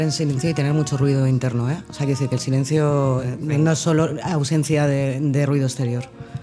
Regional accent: Basque Country, Spain; Yo soy vasca, ¿eh?

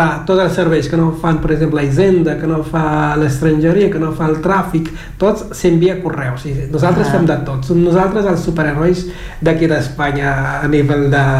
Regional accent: Cape Verde; first language Cape Verdean Creole; Catalan is a second language; now in Barcelona, Spain

